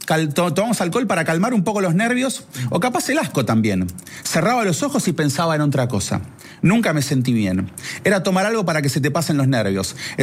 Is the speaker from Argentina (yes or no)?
yes; Argentina